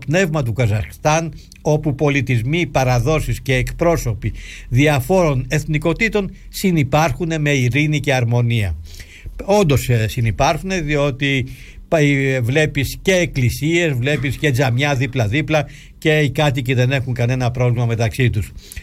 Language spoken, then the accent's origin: Greek; Greece; Εξήγησα όμως στον νεαρό φρουρό πως ερχόμαστε από την Ελλάδα